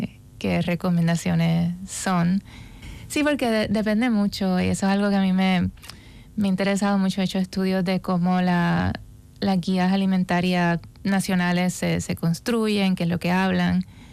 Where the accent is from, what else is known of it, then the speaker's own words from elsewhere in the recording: Puerto Rico; yo soy puertorriqueña, así que era hablando con mi gente